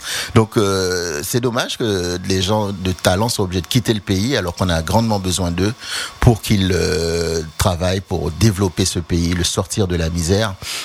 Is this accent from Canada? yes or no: no; Haiti